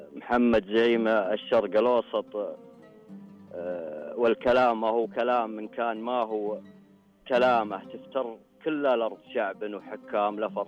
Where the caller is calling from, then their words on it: Rawdat Habbas, Northern Borders, Saudi Arabia; هي مدينة روضة هباس تابعة لمحافظة رفحة، منطقة الحدود الشمالية.